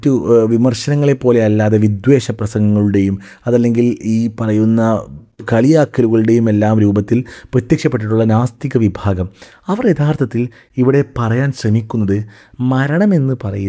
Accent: Kerala, India; born there; നേപ്പാളി പ്രളയത്തിൽ പെടാതെ ഞാൻ കേരളത്തിൽ ജനിച്ചത് എന്തുകൊണ്ട്?

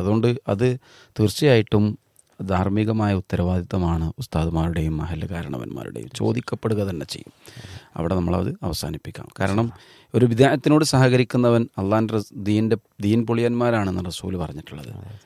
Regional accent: Kerala, India; മലയാളികളാണ് നമ്മള്

